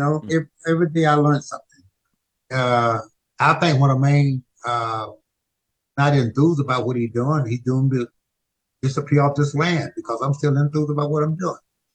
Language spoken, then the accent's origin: English; Pine Bluff, Arkansas, United States; also born or lived in Homer, Louisiana; I was born in Louisiana, the Homer, Hainesville, Louisiana. But I left in 1947, went to Pine Bluff, Arkansas, because my dad moved to Arkansas where he had a church in Pine Bluff, Arkansas.